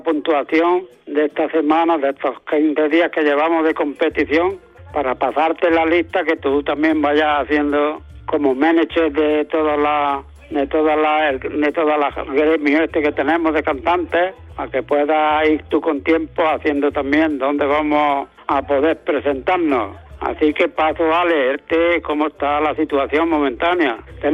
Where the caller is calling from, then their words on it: Almuñécar, Andalusia, Spain; de Almuñécar